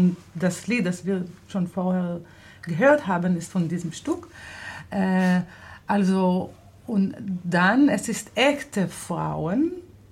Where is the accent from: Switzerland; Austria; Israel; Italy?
Israel; accent: Israeli; German is a second language; moved away as an adult; now in Potsdam, Germany; ich komme aus Israel, ich bin in Potsdam seit 2016.